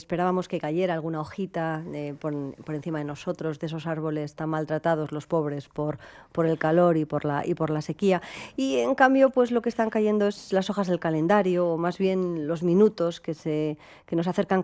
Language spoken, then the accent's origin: Spanish; Llodio, Basque Country, Spain; also born or lived in Bilbao; nací en Llodio, yo nací en Bilbao, majo. Ah, sí. Crecí en Llodio.